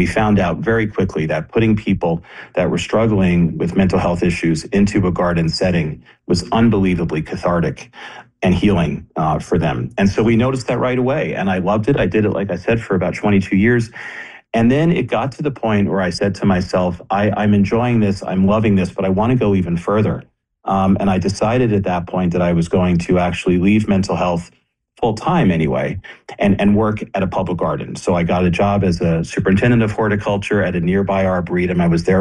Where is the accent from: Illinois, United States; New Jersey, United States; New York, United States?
New Jersey, United States; Bergen County; I'm not from Massachusetts. I'm from New Jersey, not far from here at all, actually, in Bergen County.